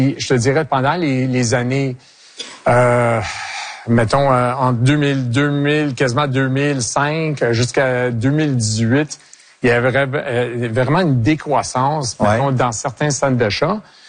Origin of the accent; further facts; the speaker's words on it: Quebec, Canada; born there; Écoute, je suis fier québécois. Je suis, mais j'étais né ici. Mes parents ont été nés ici. Mes grands-parents ont été nés ici. J'étais éduqué en français. Mes enfants ont été éduqués en français.